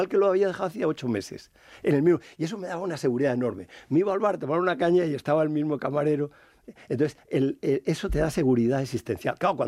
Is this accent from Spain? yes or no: yes; Madrid, Community of Madrid, Spain; now in Salamanca, Spain; Y luego, fíjate, yo soy madrileño y ahora estoy adoptado en Salamanca por la cátedra, ¿no?